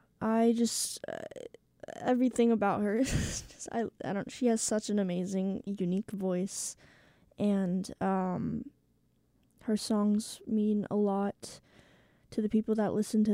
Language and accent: English; Minnesota, United States; moved away as an adult; now in Lake Forest, United States; I'm from Minnesota